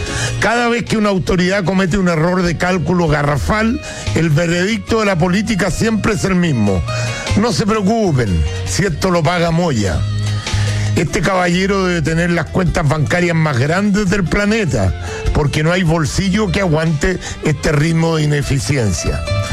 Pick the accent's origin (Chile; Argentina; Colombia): Chile; Somos los chilenos de trabajo.